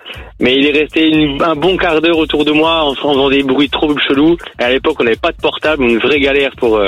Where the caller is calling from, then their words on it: Mourmelon-le-Grand, Grand Est, France; j'avais 12 ans, j'habite à Montmollon-le-Grand